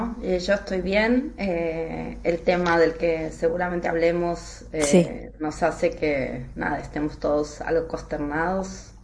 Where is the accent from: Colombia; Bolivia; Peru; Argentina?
Argentina; cada vez que pasa algo que efectivamente nos hace como decimos, yo soy argentina, nos revuelve las tripas esas noticias